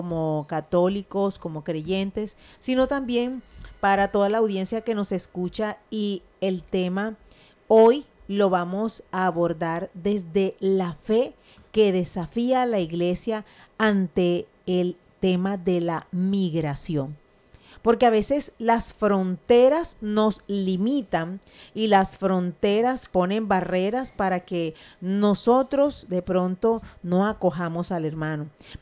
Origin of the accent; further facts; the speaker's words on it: Colombia; como colombianos, desde donde estemos